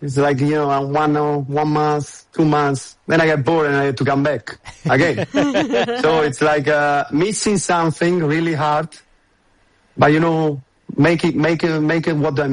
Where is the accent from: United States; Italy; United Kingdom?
Italy; Lake Como, Lombardy; But for the joy of everyone, I'm actually from Lake Como.